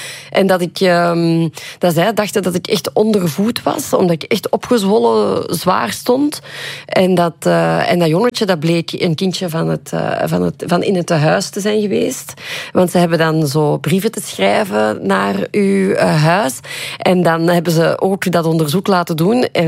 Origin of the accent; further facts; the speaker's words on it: Flanders, Belgium; moved away as an adult; also born or lived in Patna, India; Limburgse klei, om het zo te zeggen. En dan misschien ook een beetje uit India. Maar vooral, ik ben opgegroeid in Limburg en ik woon nu in de grote of naast de grote stad. En ik heb heel veel liefde voor waar ik ben opgegroeid.